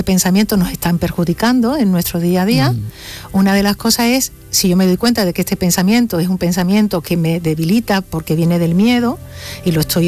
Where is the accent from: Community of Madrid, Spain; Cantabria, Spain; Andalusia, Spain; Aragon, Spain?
Andalusia, Spain; yo lo digo porque como soy andaluza me sale así.